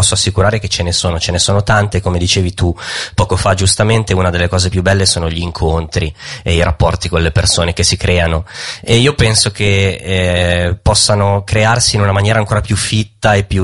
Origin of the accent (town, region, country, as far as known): Legnano, Lombardy, Italy; born or raised there